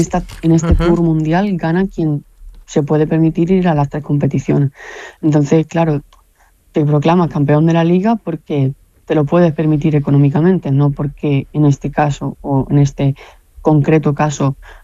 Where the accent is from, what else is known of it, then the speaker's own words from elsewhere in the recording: Málaga, Andalusia, Spain; A ver, yo soy del Mediterráneo y es verdad que la cultura que nosotros en la zona de Málaga, a lo mejor toda la zona de Andalucía, pues no es la misma